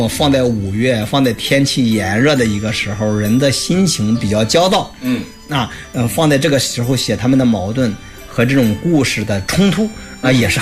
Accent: China; 而这种含蓄的审美可能是我们中国人的美学观或者《红楼梦》的美学观的一个很微妙很突出的一种展现。

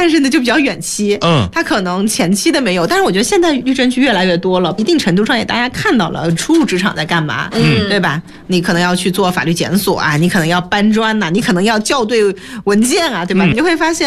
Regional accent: Ma'anshan, Anhui, China; born there; moved away as an adult; also born or lived in Beijing; 我是出生在安徽省马鞍山市

